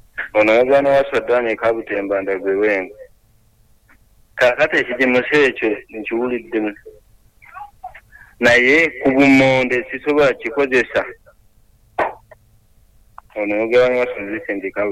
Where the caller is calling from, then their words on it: Fort Portal, Western Region, Uganda; I am calling you from Fort Portal. I am live streaming.